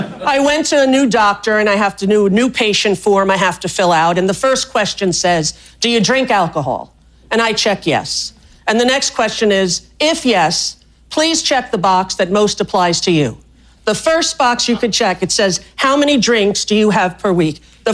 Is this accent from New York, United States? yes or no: yes; New York City, New York, United States; moved away as an adult; now in Ireland; I'm from New York.